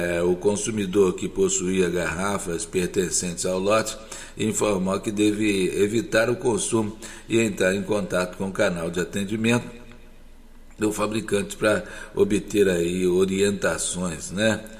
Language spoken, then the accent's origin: Portuguese; Brazil; a gente é brasileiro